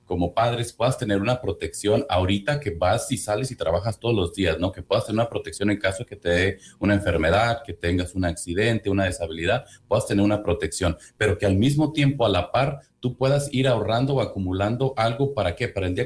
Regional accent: Mexico; yo también soy mexicano, vengo de una familia migrante

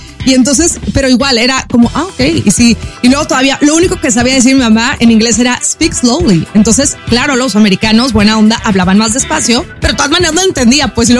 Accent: Mazatlán, Sinaloa, Mexico; trabajamos justo allá en Mazatlán, Sinaloa, de donde yo soy

